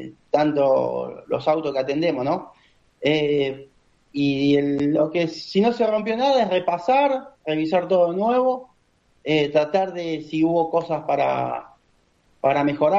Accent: Rosario del Tala, Entre Ríos, Argentina; born there; now in Buenos Aires, Argentina; yo soy allá, nací en Rosario del Tala

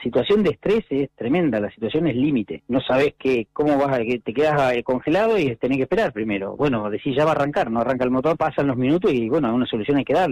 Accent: Esquel, Chubut, Argentina; ya todos los que somos de Esquel sabemos que el edificio del hospital no da para más.

